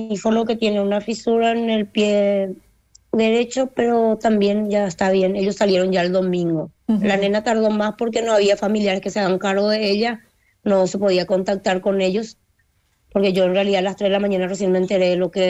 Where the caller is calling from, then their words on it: Fernando de la Mora, Central, Paraguay; Fernando La Mora